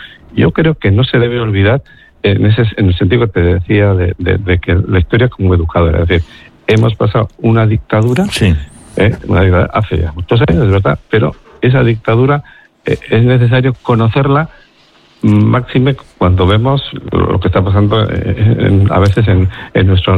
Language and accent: Spanish; Bilbao, Basque Country, Spain; born or raised there; also born or lived in Mexico